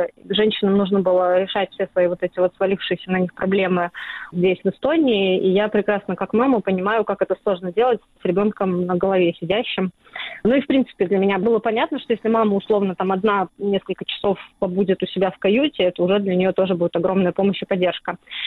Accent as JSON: {"language": "Russian", "country": "Russia", "lives_now": "Estonia", "said": "Я из России, я, в принципе, всю жизнь занимаюсь проектами помощи детям в трудной жизненной ситуации."}